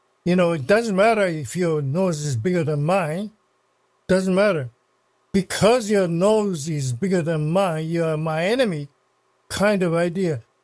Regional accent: Canada; I'm a Canadian, and I listened to my parents and grandparents. They were treated like enemies.

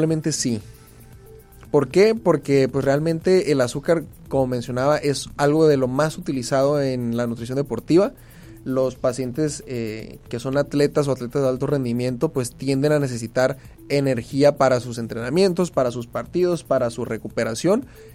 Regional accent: Mexico; nuestra cultura como mexicanos

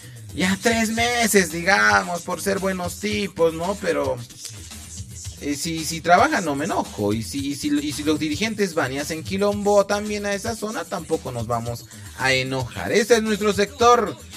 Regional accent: Peru; Somos peruanos también en la radio.

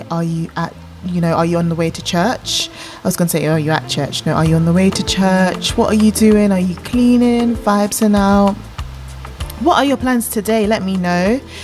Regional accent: Croydon, London, United Kingdom; I'm from Croydon

